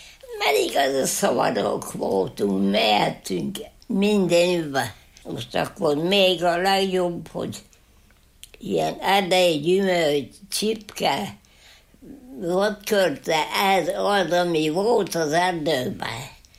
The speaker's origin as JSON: {"language": "Hungarian", "town": "Parád", "region": "Heves", "country": "Hungary", "tie": "born there", "said": "Én itt születtem."}